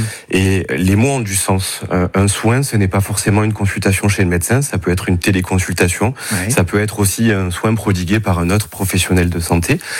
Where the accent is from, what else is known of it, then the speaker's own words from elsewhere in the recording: Martigues, Provence-Alpes-Côte d'Azur, France; born there; Bon, je suis né à Martigues, je travaille sur Martigues